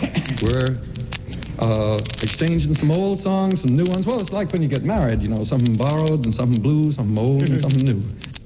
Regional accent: New York City, New York, United States; born there; I was born in New York City.

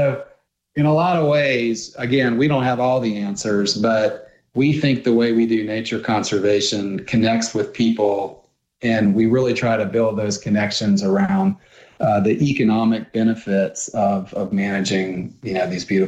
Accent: Williamsburg, Virginia, United States; also born or lived in Harrisonburg, Virginia; now in Southwest Virginia, United States; I grew up in Williamsburg, Virginia, actually over near the big water, and then fell in love with the mountains when I was in Harrisonburg, and been in the mountains ever since.

